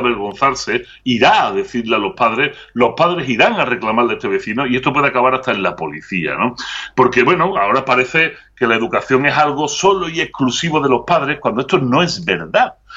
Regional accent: Andalusia, Spain; moved away; en mi tierra, en Andalucía

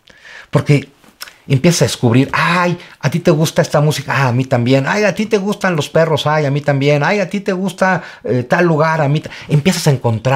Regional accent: Mexico; Y sin embargo, ambos comparten una idea, somos mexicanos.

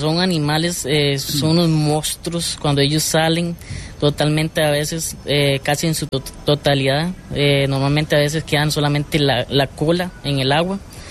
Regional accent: Quepos, Puntarenas, Costa Rica; moved away

